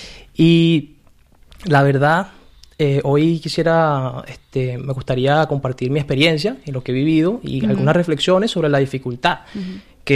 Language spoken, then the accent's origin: Spanish; Venezuela; now in Spain